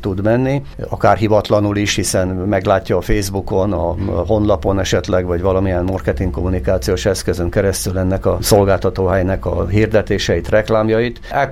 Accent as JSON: {"language": "Hungarian", "region": "Győr-Moson-Sopron", "country": "Hungary", "tie": "born or raised there", "said": "ott a Rába közben, ami az én szülőföldem"}